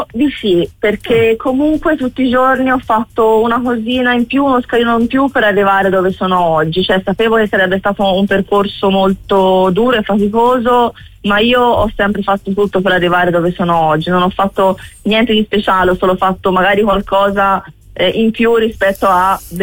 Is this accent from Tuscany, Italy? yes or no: yes; Florence, Tuscany, Italy; essendo fiorentina io